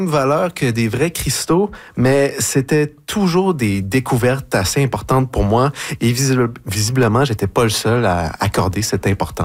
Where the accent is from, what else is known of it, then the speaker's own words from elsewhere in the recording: Sheldrake, Quebec, Canada; Moi, j'ai grandi à Sheldrake, donc en Mangani, sur la Côte-Nord, directement sur le fleuve.